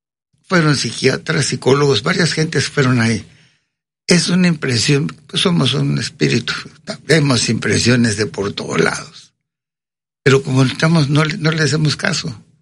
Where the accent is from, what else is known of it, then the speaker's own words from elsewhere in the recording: Veracruz, Mexico; born there; Yo nací aquí en Veracruz.